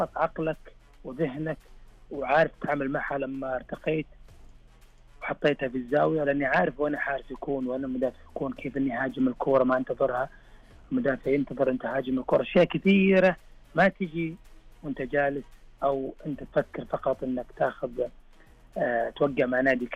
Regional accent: Saudi Arabia; احنا كمهاجمين سعوديين

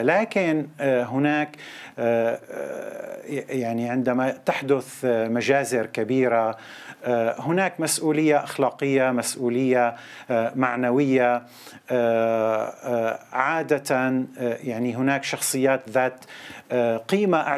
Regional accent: Syria; بلادنا سوريا

